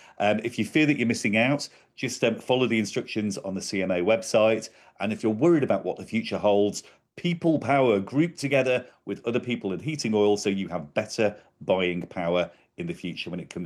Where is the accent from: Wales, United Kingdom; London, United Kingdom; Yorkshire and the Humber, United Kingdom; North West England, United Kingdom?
North West England, United Kingdom; Manchester; I'm very proud of my Northwest heritage. I'm from Manchester